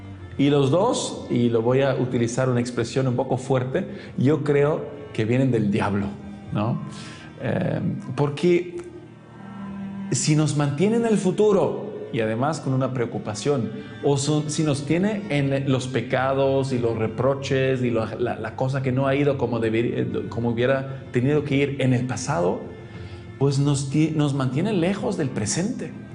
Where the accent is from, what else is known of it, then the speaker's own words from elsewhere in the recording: Italy; first language German; Spanish is a second language; soy italiano, de habla alemana